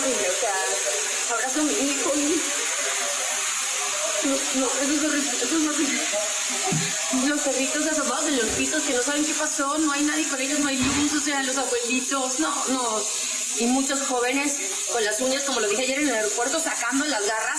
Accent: Venezuela; pero esto nos sirve para unirnos como venezolanos y que vean que no existe política, que somos un pueblo

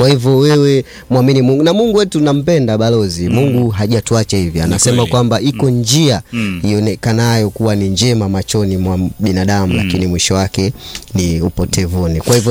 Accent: Sukumaland, Tanzania; Usukumani kwetu kule bana, wanaita matairi.

